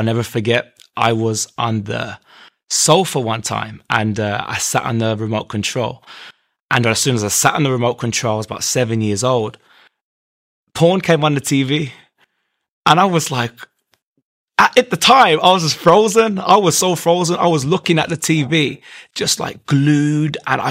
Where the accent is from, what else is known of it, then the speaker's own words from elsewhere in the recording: Birmingham, West Midlands, United Kingdom; I'm 24. I'm from Birmingham, England.